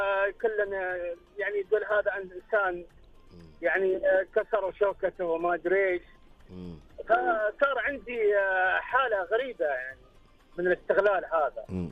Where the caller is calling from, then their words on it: Fayfa, Jazan Province, Saudi Arabia; من منطقة جيزان فيفا